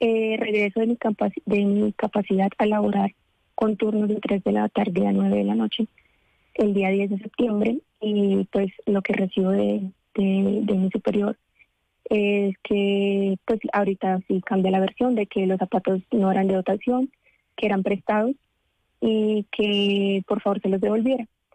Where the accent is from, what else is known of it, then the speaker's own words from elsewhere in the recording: Tolima, Colombia; como vengo de Tierra Caliente, soy del Tolima, entonces pues que no se me dificultaba utilizar tacones dentro de la tienda.